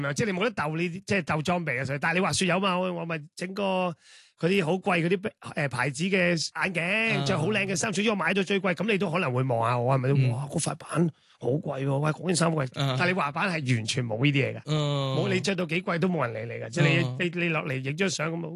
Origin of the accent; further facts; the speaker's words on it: Sha Tin, Hong Kong; born there; 即系因为其实我细个喺沙田踩下板。